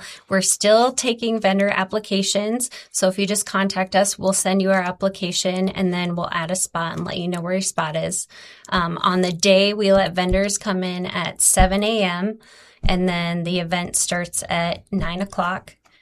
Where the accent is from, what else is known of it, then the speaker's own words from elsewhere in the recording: Blackduck, Minnesota, United States; Well, we grew up in Black Duck, me and my sister.